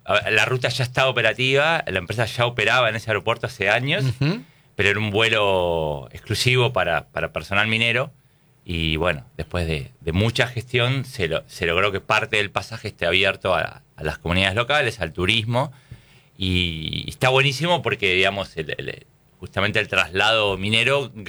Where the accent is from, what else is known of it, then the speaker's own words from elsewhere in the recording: Buenos Aires, Argentina; now in Perito Moreno, Argentina; De Buenos Aires, pero siempre mi corazón estuvo en la Patagonia.